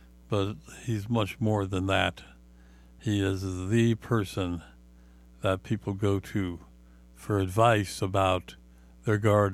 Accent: Montana, United States; now in Davis, California, United States; because I'm from Montana.

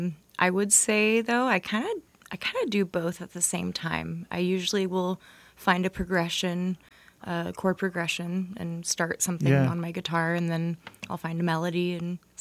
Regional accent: Dixon, California, United States; I was born and raised in Dixon, but when you're born and raised in Dixon, you kind of are born and raised in Davis a little bit, too.

